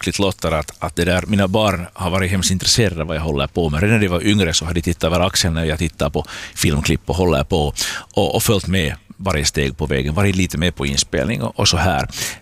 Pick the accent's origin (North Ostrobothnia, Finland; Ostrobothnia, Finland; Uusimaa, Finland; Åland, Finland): Uusimaa, Finland; Porvoo; När jag var tonåring här i Borgå, gick i Strömborgska